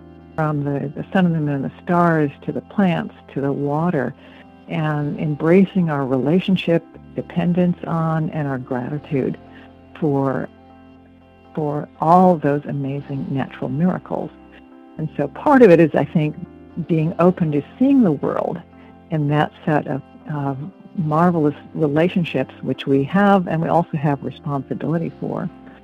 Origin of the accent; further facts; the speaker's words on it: Flint, Michigan, United States; I was born in Flint, Michigan. My dad worked for AC Spark Plug, which was part of General Motors, for almost all of his career.